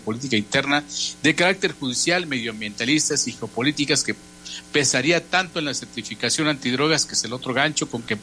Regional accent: Mexico

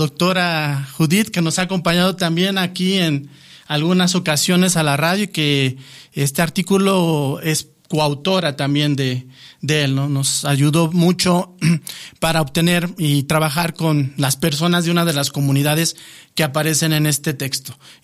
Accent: Tenancingo, State of Mexico, Mexico; born there; moved away; también procuro mandar un saludo a mi tierra, Tenancingo, Estado de México

